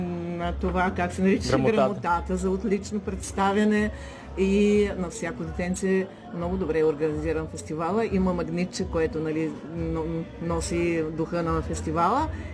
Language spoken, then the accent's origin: Bulgarian; Rhodope Mountains, Bulgaria; Не, че аз съм родопчанка, не, че, нали... Но тук хората от родопите сме други.